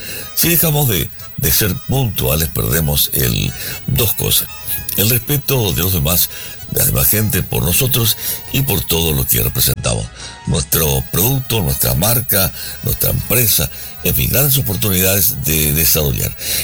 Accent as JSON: {"language": "Spanish", "country": "Paraguay", "said": "Como paraguayos hemos conseguido convertir en un arte marcial el ser cachafaz con el tema horario."}